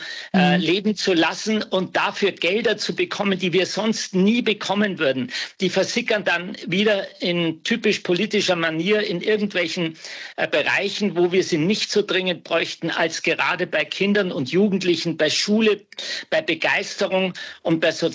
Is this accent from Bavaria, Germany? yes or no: yes; Munich, Bavaria, Germany; Aber natürlich bin ich Bayer, natürlich bin ich Münchner